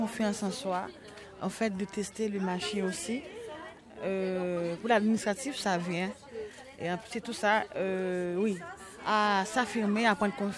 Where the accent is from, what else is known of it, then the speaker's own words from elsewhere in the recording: Haiti; nom c'est … je viens d'Haïti. Je suis mère de 3 enfants et j'ai 40 ans.